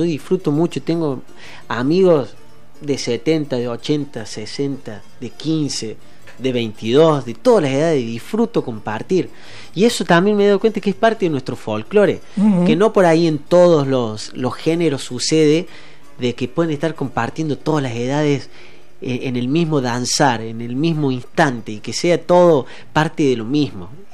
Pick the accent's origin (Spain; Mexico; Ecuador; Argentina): Argentina; como argentino me enorgullece